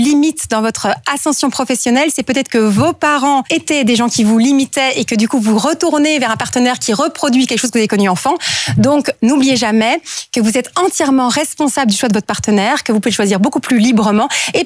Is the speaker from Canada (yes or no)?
no; Belgium